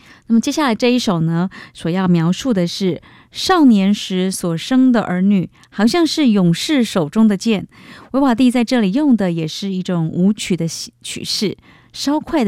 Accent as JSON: {"language": "Chinese", "country": "Taiwan"}